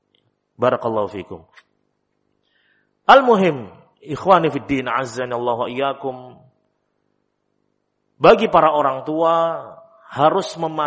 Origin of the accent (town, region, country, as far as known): Java, Indonesia